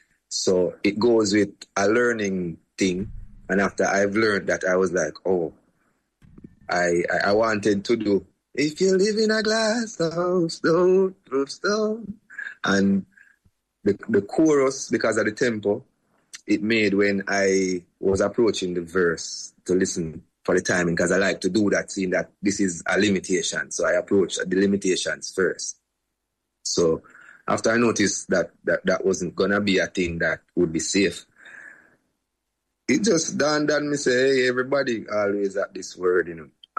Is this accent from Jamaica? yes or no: yes; Jamaica; I'm going to represent this one word as a Jamaican, you know, because I guess people just often see the bad from it if they're not open-minded enough.